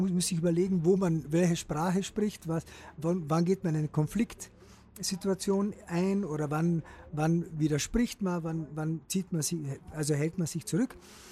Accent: Bleiburg, Carinthia, Austria; ich bin ja in einer Zeit aufgewachsen in Jauntal, in Bodjuna, also in der Gegend um Bleiberg, wo das alles andere als entspannt war.

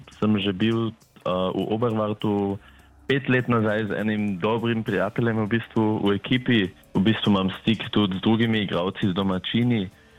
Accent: Eisenkappel, Carinthia, Austria; also born or lived in Klagenfurt; now in Graz, Austria; Ker smo v bistvu iz Železne Kaplje oziroma Celovca, je zdaj seveda bliže domovini, da sem v Gracu, imam pa tle tudi stanovanje od kluba, tako da živim v Gracu od zdaj naprej.

